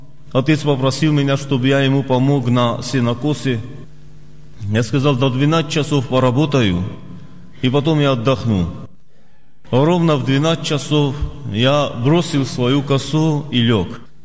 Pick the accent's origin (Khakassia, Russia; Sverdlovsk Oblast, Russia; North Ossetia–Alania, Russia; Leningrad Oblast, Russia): North Ossetia–Alania, Russia; moved away; also born or lived in Georgia; Я из Северной Осетии, жил в Грузии.